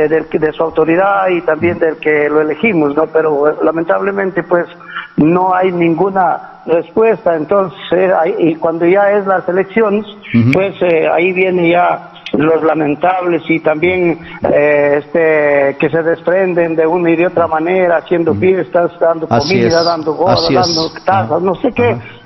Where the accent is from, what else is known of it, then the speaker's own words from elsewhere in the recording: Sócota, Cajamarca, Peru; now in Apona, Peru; me acuerdo cuando nosotros emigramos de la provincia de Cutervo, del distrito de Sócota, y un día como hoy, en la fecha 22 de junio, llegamos a este centro poblado de Apona, en el año 1972